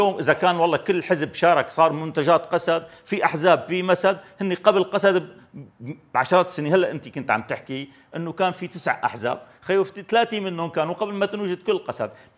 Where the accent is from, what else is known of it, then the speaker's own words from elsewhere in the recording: Syria; أنا كمواطن سوري أنا بدي مجلس الشعب شو ما طلع بالبداية أولا،